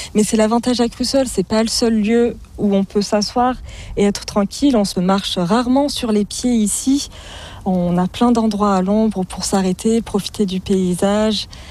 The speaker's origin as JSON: {"language": "French", "town": "Charmes-sur-Rhône", "region": "Auvergne-Rhône-Alpes", "country": "France", "tie": "born or raised there", "said": "Et puis ma petite maison, un peu plus au sud, à Charmes-sur-Rhône, là où j'ai grandi, que je peux voir"}